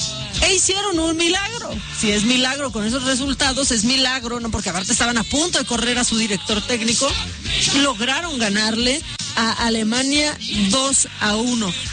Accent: Mexico

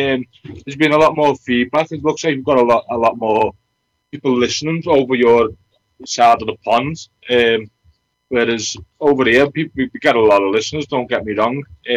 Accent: Liverpool, North West England, United Kingdom; So a lot of people from Liverpool like to say we're Scouse. We're not actually English, we're from Liverpool. We see ourselves as from Liverpool and then from England.

